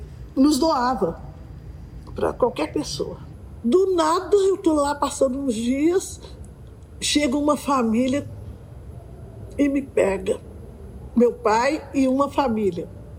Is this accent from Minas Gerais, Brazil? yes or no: yes; Belo Horizonte, Minas Gerais, Brazil; born there; Nasci em BH. Apesar de minha mãe ter vindo de Divinópolis.